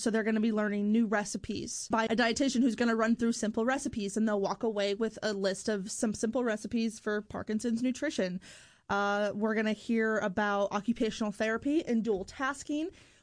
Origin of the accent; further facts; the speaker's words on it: Boone, Iowa, United States; I grew up in Iowa, and I went to Boone High School. Lived in Boone, yeah.